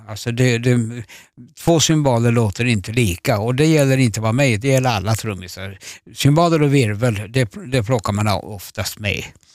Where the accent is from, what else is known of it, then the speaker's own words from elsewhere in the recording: Småland, Sweden; born there; also born or lived in Vasa, Finland; now in Malmö area, Sweden; Nu bor jag ju utanför Malmö. Och det är ju över 50 år sedan jag bodde i Småland, där jag är född. Och sen har jag då flyttat hem.